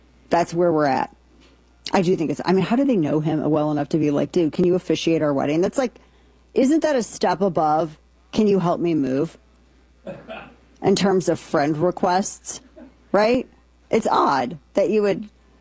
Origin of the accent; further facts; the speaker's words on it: the Ozarks, United States; Dude, and I'm not saying this is a pejorative, but I'm from Ozarks.